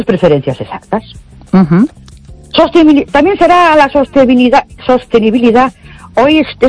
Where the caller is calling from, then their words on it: Ourense, Galicia, Spain; de Ourense.